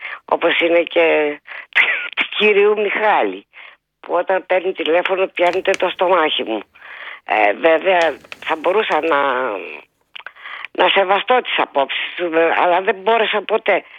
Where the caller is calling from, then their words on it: Greece; ως Ελληνίδα